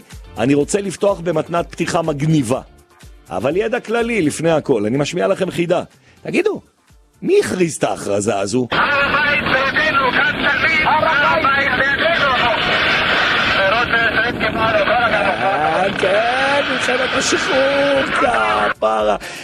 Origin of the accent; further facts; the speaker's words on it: Jerusalem, Jerusalem District, Israel; וזה עושר עילאי מבחינתי כירושלמי. אז כן, יש לנו תוכנית מאוד מיוחדת וחגיגית, כי אני מקדש את העיר ירושלים כל יום. כל יום, אין גאווה גדולה יותר מאשר להיות ירושלמי.